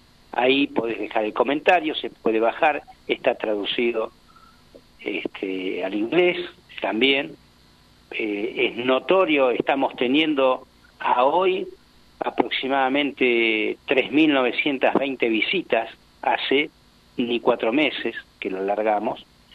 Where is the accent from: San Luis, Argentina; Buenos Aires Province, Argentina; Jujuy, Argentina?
Buenos Aires Province, Argentina; yo vengo de la provincia de Buenos Aires, y en muchos lados se habla de Malvinas así someramente, sin conocimiento.